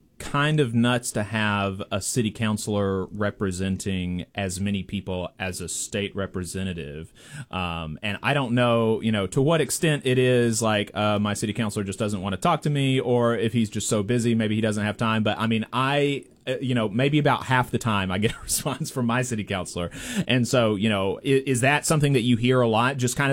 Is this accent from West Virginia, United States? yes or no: no; New Market, Alabama, United States; also born or lived in Huntsville; I have basically lived in Huntsville my whole, I was born in Huntsville Hospital. I grew up in New Market. I've lived in Huntsville and Madison for, you know, the better, over a decade now.